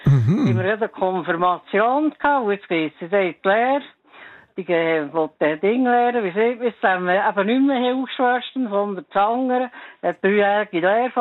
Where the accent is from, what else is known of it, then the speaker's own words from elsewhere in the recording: Bern, Switzerland; Ich bin ein richtiger Bern. Ich bin Bern geboren vor 73 Jahren.